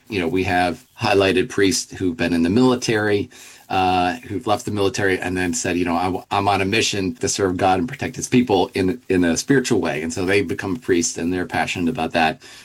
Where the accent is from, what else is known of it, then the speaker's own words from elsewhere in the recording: Philadelphia, Pennsylvania, United States; I'm from Philadelphia. We have parishes that are closing and merging.